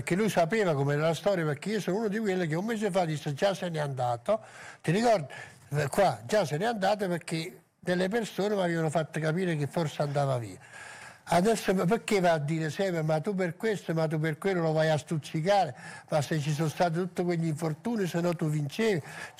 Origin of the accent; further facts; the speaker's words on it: Naples, Campania, Italy; io che sono napoletano